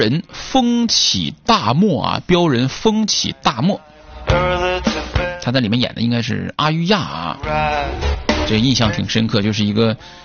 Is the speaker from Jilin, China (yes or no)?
yes; Songyuan, Jilin, China; 比如说我的老家松原